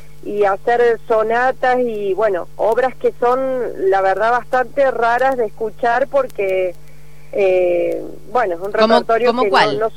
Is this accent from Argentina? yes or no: yes; Córdoba, Argentina; moved away as an adult; also born or lived in Brazil; now in Mendoza, Argentina; Yo soy de Córdoba